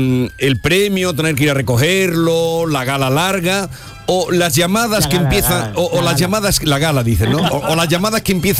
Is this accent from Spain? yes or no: yes; Villanueva de Córdoba, Andalusia, Spain; De Villanueva de Córdoba.